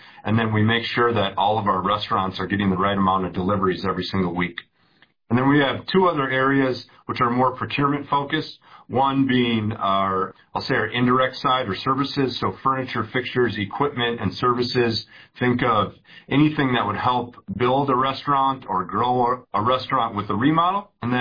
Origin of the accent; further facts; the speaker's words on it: Minnesota, United States; moved away as an adult; also born or lived in Tampa; Born and raised in Minnesota